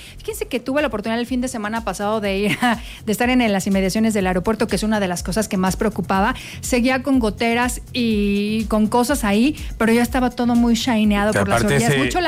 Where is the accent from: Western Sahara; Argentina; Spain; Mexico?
Mexico